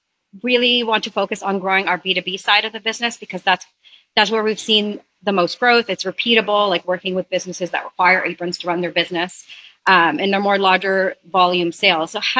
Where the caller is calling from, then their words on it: Ontario, Canada; I'm calling from the Niagara region, just outside of Toronto, Canada.